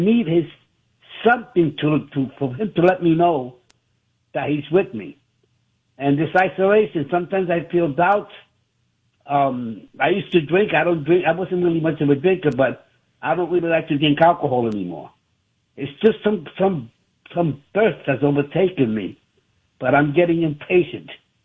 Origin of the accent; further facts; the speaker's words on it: New York City, New York, United States; moved away; But I'm thinking of going back to where I'm from. I'm from New York City.